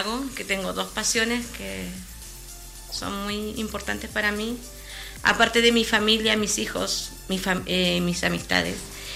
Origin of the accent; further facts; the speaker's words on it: Santiago, Santiago Metropolitan Region, Chile; moved away as an adult; now in Teno, Chile; Puedo decir que soy oriunda de Santiago, pero tenina de corazón toda la vida en el fondo, porque mi vida partió desde pequeña viajando a Teno de todas mis vacaciones de niña, así que conozco Teno de toda la vida.